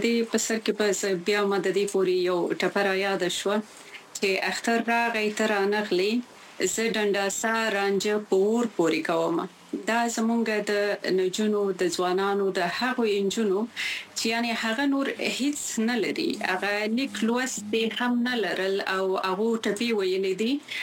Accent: Khyber Pakhtunkhwa, Pakistan; moved away as an adult; ځکه زه پخپله باندې زما ځواني په پښتونخوا کې وه او دغه دوه کاله شوي چې راغلی یم

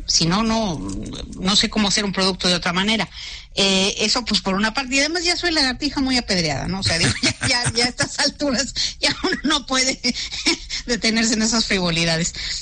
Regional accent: Monterrey, Nuevo León, Mexico; moved away as an adult; lo que yo viví de niña, de adolescente, de joven, en fin, a lo largo de mi vida hasta que me fui de Monterrey

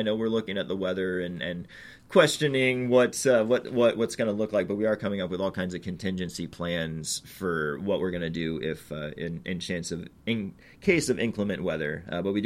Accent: Warrensburg, Missouri, United States; also born or lived in Cape Girardeau / Denver; I grew up here in Warrensburg

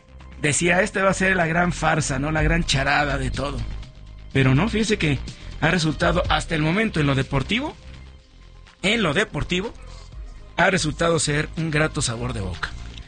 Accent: Mexico; no somos los mexicanos los únicos que nos desbordamos a la calle en otros países, ¿no?

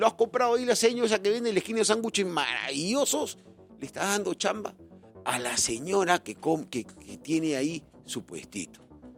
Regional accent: Peru; somos peruanos honestos

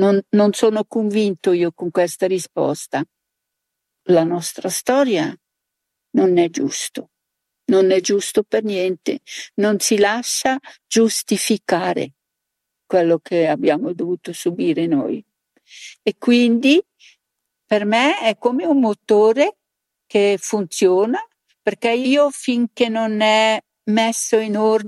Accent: Switzerland; per fortuna che sono svizzera, no?

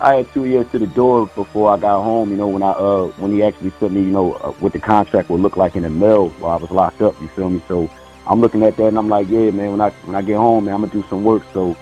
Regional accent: Philadelphia, Pennsylvania, United States; You know, I'm from North Philly.

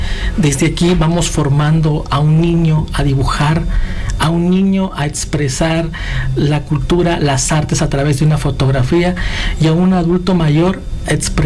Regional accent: Oaxaca, Mexico; accent: Oaxacan; Yo soy originario del estado de Oaxaca.

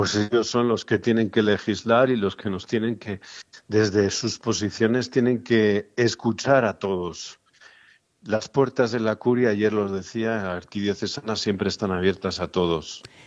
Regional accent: Mexico; todos somos mexicanos

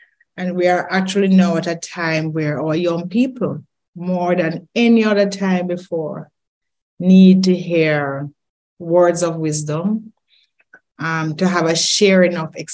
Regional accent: Saint Mary, Jamaica; also born or lived in Highgate, Jamaica / Kingston, Jamaica; I grew up in the country. My first 10 years is in a small district called Dressiki in St. Mary. And then I passed what was then the common entrance to go to Marymount in Highgate, which was like a town compared to my little village.

